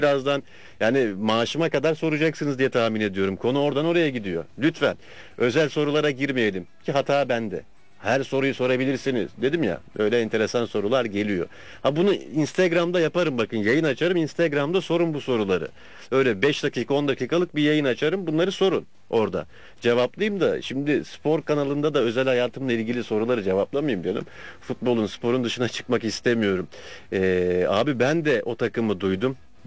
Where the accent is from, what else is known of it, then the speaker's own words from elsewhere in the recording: Istanbul, Turkey; İstanbul'da doğdum büyüdüm